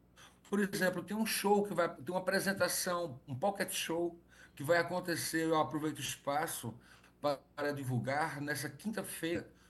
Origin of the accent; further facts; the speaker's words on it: Serra Talhada, Pernambuco, Brazil; porque eu venho do Serra Talhada e venho de uma época em que muita gente aceitava os desígnios da vida, né?